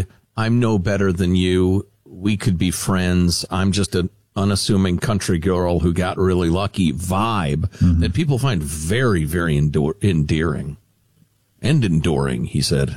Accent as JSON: {"language": "English", "town": "Chicago", "region": "Illinois", "country": "United States", "tie": "born or raised there", "said": "I was a kid growing up in Chicagoland, very much into rock and roll and Motown and that sort of thing."}